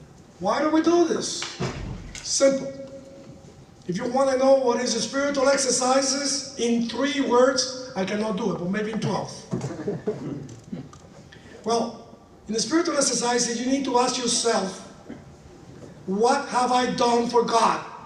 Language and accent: English; Dominican Republic; I am from the Dominican Republic, and I've been an agrupado since 2005.